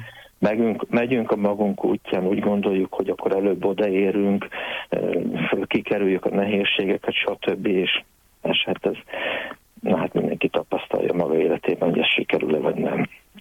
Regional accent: Hungary; a pálosokhoz azért magyar alapítású rendhez kötődünk, ugye, mint magyarok

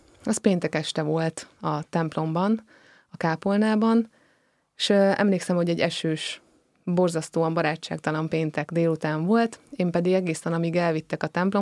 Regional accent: Nagyoroszi, Nógrád, Hungary; born there; also born or lived in Pest County; Én azt szoktam mondani, hogy nem is Pest megyei gyerek vagyok, hanem sokkal inkább Nógrád megyei, hiszen ott nőttem fel egy kis faluban, amit Nagyoroszinak hívnak.

